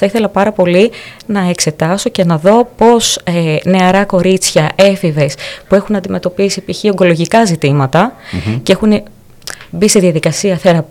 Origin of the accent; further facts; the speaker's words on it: Crete, Greece; Κρήτη. Αν και έχω συνεργασίες με διάφορα πανεπιστήμια σε όλη την Ελλάδα, θέλω πολύ να παραμείνω στον τόπο μου